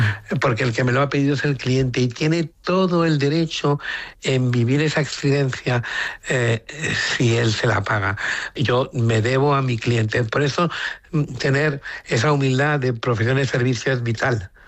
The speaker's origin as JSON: {"language": "Spanish", "country": "Spain"}